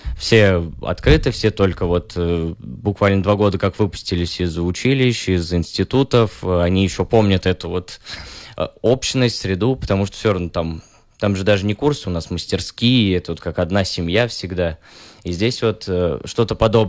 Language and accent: Russian; Kazan, Tatarstan, Russia; born there; also born or lived in Kimry, Tver Oblast; now in Chukotka, Russia; Мы приехали сюда из города Кимры, который находится в Тверской области, но вообще родились мы в Казани, вот. Но вот 5 лет жизни посвятили Тверской области.